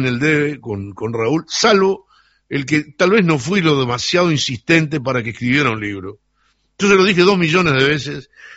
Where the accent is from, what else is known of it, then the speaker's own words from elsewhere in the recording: Sarandí del Yí, Durazno, Uruguay; yo vengo de Sarandí de allí